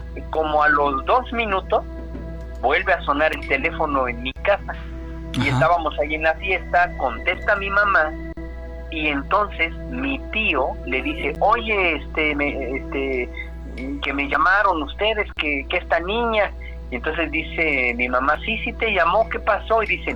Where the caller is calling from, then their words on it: Mexico City, Mexico; De la Ciudad de México.